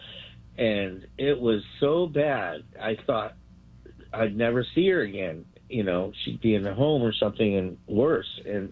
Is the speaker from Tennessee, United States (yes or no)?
no; Burbank, California, United States; born there; he's in St. Joseph, where I was born in Burbank.